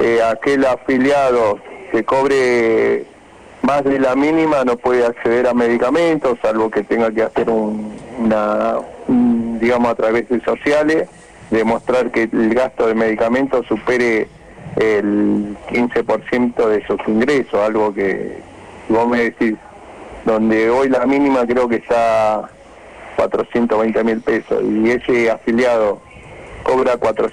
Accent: Argentina; cerrando como sociedad y como ciudadano y como argentino

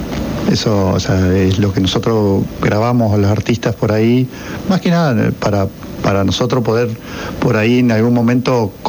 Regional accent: La Paz, Entre Ríos, Argentina; moved away as an adult; now in Paraná, Argentina; Nacidos en Paraná. Originariamente soy de La Paz.

